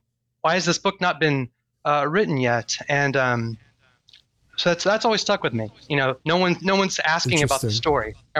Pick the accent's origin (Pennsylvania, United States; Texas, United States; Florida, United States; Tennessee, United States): Texas, United States; Longview; I actually interviewed her in my hometown of Longview, and she was currently a student at my alma mater, Laterno University.